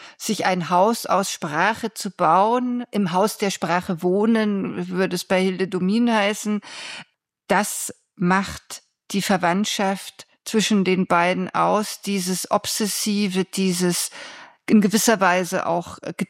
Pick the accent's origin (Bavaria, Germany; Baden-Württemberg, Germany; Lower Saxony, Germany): Bavaria, Germany; an der oberfränkischen Nordecke, da wo auch ich herkomme, also da wo früher die Welt zu Ende war, man muss das wirklich so sagen, denn vor unserer Nase verlief der eiserne Vorhang